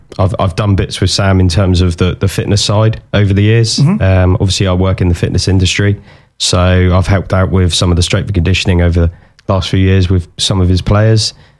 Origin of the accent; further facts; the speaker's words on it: Poole, South West England, United Kingdom; I was born in Poole.